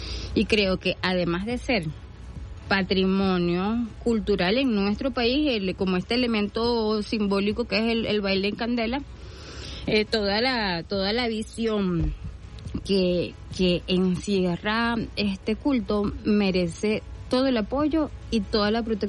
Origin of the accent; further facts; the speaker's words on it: Venezuela; Resume lo que somos como venezolanos.